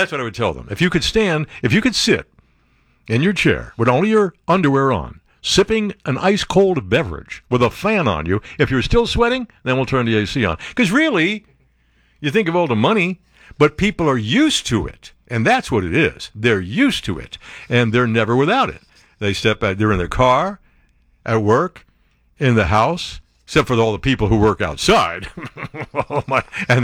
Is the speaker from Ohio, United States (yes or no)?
yes; Dayton, Ohio, United States; I'm from Dayton, Ohio, home of the Wright brothers.